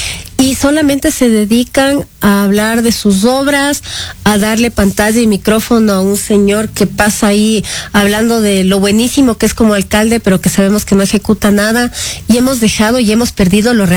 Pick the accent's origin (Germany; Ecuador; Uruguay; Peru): Ecuador; Quito, Pichincha; creo que nosotros como quiteños, bueno, si le podría yo identificar al quiteño, yo creo que el quiteño naturalmente es bravo